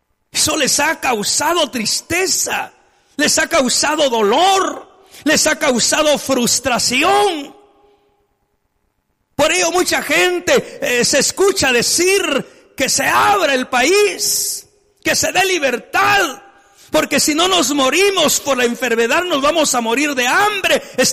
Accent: Guatemala; Todos en Guatemala salíamos, entrábamos, íbamos a la tienda, íbamos al mercado, íbamos al trabajo, tranquilos, felices.

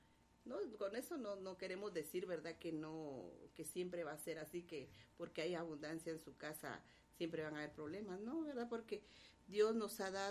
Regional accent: Guatemala; como chapines que somos

